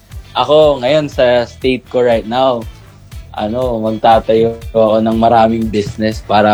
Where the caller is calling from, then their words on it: San Mateo, Calabarzon, Philippines; I am from San Mateo, Rizal.